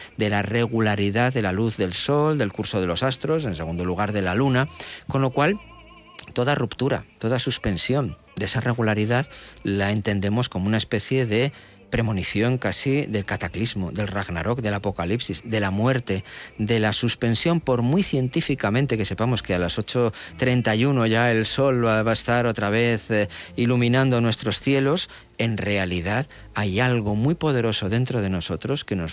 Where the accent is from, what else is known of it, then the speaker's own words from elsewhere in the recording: León, Castile and León, Spain; Que el León, quizá los que somos de León lo sabemos, pero aquí el tiempo es tan absolutamente impredecible.